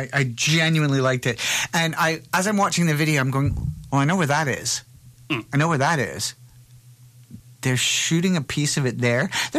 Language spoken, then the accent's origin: English; Scotland, United Kingdom; I am Scottish. I just don't sound it.